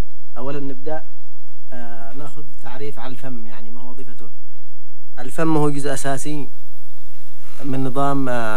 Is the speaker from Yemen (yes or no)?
yes; Yemen; احنا كمجتمع يمني